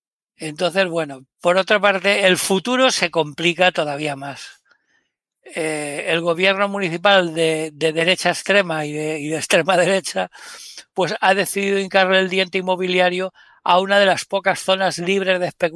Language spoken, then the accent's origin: Spanish; Valencia, Valencian Community, Spain; Pues nosotros somos de Valencia.